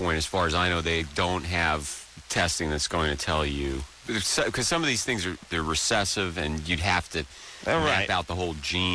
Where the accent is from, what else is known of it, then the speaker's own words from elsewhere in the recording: Long Island, New York, United States; I'm from Long Island